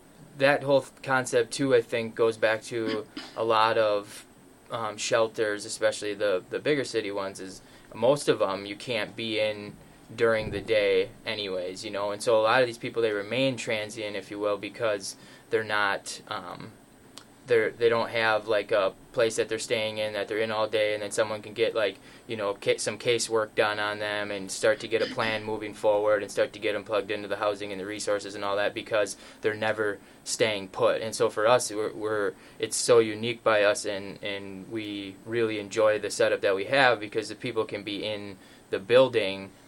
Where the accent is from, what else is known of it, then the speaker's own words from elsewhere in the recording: Marinette, Wisconsin, United States; I grew up in Marinette